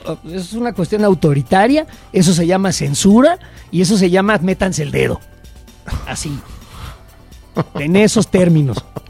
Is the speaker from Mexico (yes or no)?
yes; Mexico